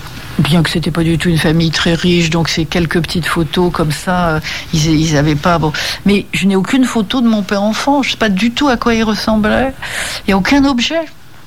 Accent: France; born there; Moi, je suis née en France, je suis complètement française, j'ai une part italienne, mais encore une fois, elle n'ampute pas du tout le fait que je sois française.

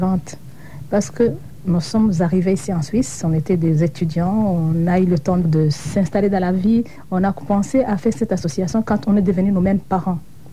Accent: Burundi; Moi, personnellement, je suis venue du Burundi. Je suis rwandais d'origine, mais exilée des années 60.

